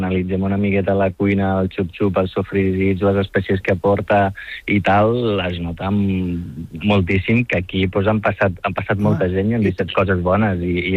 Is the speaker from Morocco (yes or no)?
yes; Morocco; now in Tarragona, Spain; jo vinc del nord del Marroc, soc a Masí...